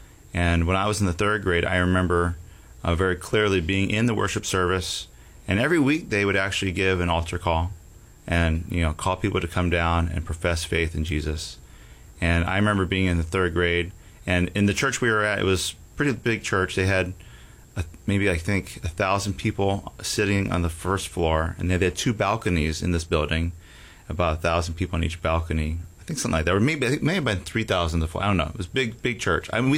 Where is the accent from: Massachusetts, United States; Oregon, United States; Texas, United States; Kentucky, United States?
Texas, United States; Houston; born there; I was born in Houston, Texas.